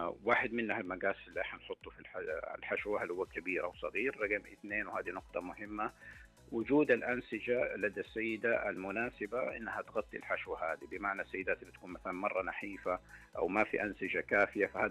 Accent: Saudi Arabia; هي أحد العمليات يمكن الأكثر شيوعا سواء عندنا في السعودية حقيقة أو حتى عالميا

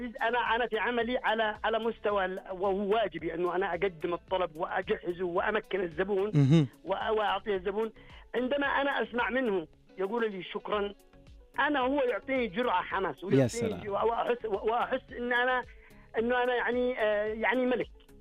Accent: Yemen; now in Abha, Saudi Arabia; أنا أكلمك من أبها، طبعا أخوك يمني

